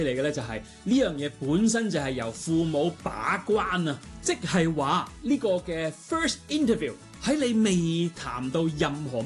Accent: Hong Kong; 我作為香港人

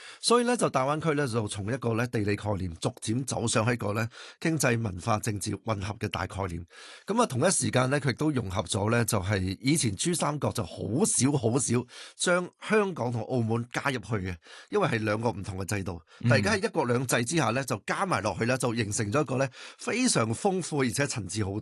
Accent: Chaozhou, Guangdong, China; moved away; 我系潮州人

